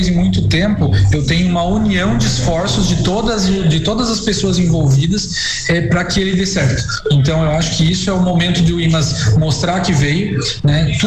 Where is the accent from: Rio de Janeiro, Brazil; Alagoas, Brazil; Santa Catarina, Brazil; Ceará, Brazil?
Santa Catarina, Brazil; Armazém; Então, eu sou de Armazém, né?